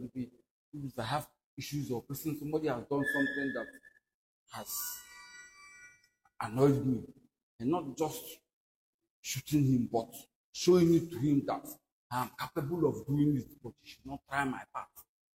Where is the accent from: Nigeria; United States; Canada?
Nigeria; Abi, Cross River; From Abi, local government.